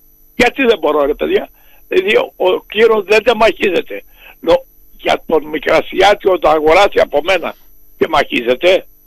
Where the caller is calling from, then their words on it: Argyroupoli, Crete, Greece; είμαι από τα Αργαλοχώρη.